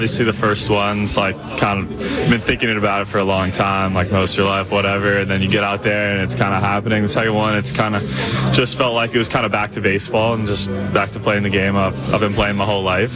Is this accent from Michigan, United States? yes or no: no; California, United States; Yeah, grew up a Dodger fan.